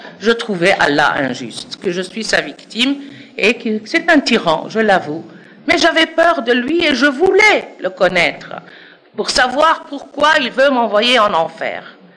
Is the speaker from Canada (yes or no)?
no; Algeria; now in Geneva, Switzerland; Je suis algérienne d'origine. Je suis née musulmane, je n'ai pas choisi.